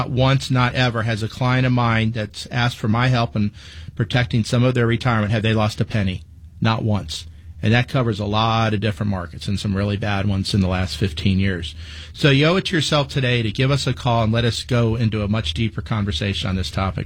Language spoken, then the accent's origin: English; Palm Beach Gardens, Florida, United States; I grew up in Palm Beach Gardens, Florida.